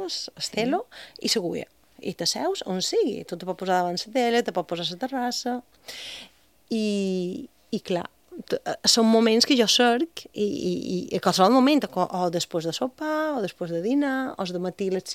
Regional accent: Bunyola, Balearic Islands, Spain

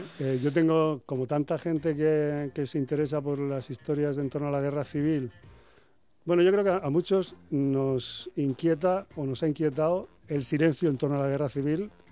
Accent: Almoradí, Valencian Community, Spain; Yo soy de un pueblo de Alicante que se llama Almoradí, y este es el campo de Albatera.

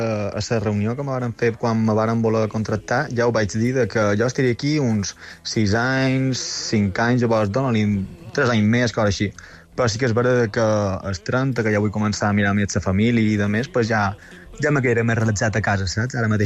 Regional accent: Inca, Balearic Islands, Spain; Jo soc d'Inca, Inquero.

